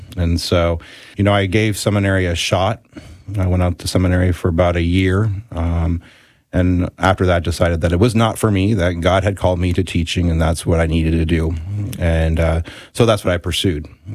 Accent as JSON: {"language": "English", "town": "Springfield", "region": "Missouri", "country": "United States", "tie": "born or raised there", "said": "I grew up in Springfield, Missouri."}